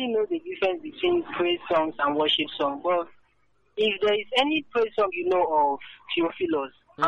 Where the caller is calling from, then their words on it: Nigeria; I'm calling from Obohiri, the Heren Market, precisely.